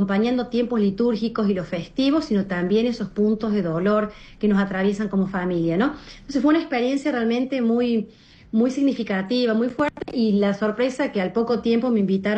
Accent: Córdoba, Argentina; yo soy de Córdoba, Argentina. Acá también tenemos nuestra Radio María. Y desde muy chica en mi casa se escuchaba Radio María.

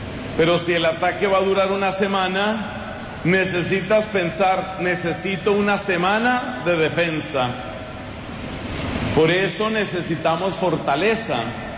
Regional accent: Colombia; En mi país, para desgracia de los colombianos

